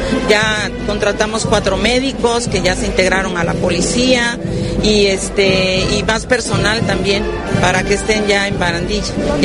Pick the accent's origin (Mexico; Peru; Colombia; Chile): Mexico; la identidad que nos une como mexicanos